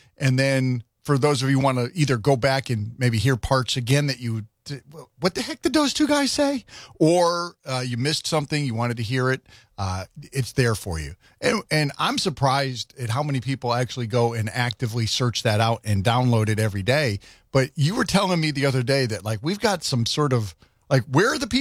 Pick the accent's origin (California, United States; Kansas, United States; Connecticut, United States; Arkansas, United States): Connecticut, United States; moved away; my home state of Connecticut.